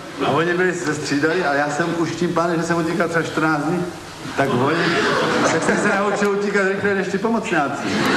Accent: Vizovice, Zlín Region, Czechia; born or raised there

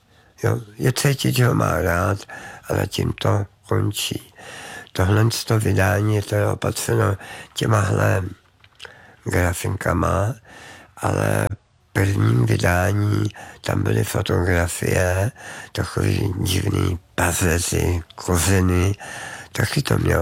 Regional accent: Cheb, Karlovy Vary Region, Czechia; Já jsem z Chebu, takže a jezdil jsem tam v létě s maminkou a v zimě s plzeňským strýcem lyžovat.

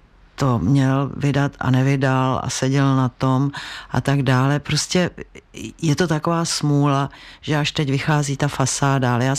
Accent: Prague, Czechia; My jsme vyrůstali v Dejvicích na jednom dvoře.

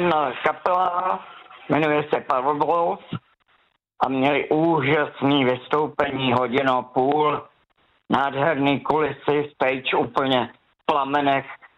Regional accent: Štětí, Ústí nad Labem Region, Czechia; Já jsem ze Štětí, je to na severu, kousek od Mělníka.

